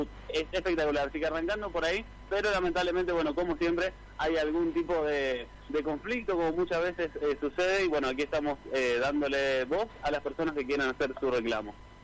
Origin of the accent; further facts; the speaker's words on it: Barranquera, Chaco, Argentina; Nosotros somos una familia de Barranquera, estamos hace muchos años acá en Barranquera